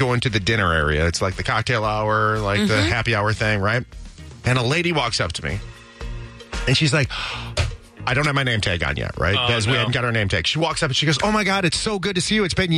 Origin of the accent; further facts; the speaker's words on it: Minneapolis–Saint Paul, Minnesota, United States; I grew up in the Twin Cities.